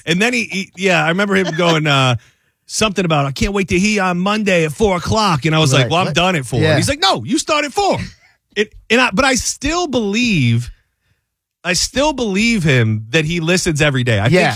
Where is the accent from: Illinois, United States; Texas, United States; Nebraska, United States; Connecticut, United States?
Connecticut, United States; I'm from Connecticut.